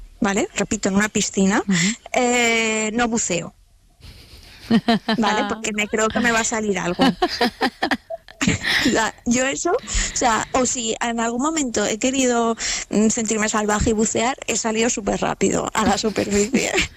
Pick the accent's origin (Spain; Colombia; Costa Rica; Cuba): Spain; Valencian Community; siendo valenciana.